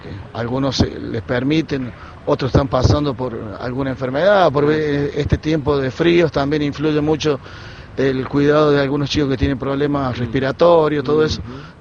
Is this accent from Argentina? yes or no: yes; Argentina; Los valores que tenemos nosotros como ciudadanos argentinos